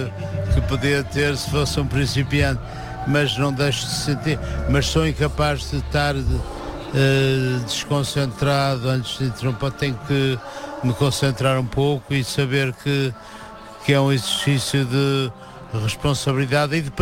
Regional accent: Porto, Norte, Portugal; Não, já eu conheço, eu sou do Porto, mas eu digo que também sou de certo modo minhoto, porque eu conheço muito bem o Minho. Meus pais tinham uma casa em Ofir

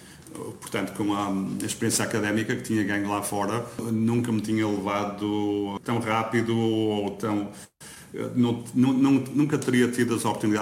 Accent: Norte, Portugal; moved away; a minha família toda está em Portugal, eu sou do norte de Portugal

